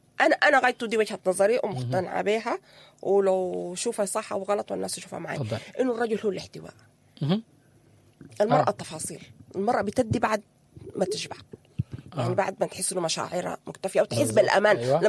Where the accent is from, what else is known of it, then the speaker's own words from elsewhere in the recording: Sudan; نحن كأسر سودانية